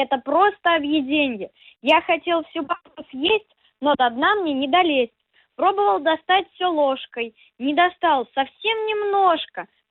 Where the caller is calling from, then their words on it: Samara, Samara Oblast, Russia; Из Самары.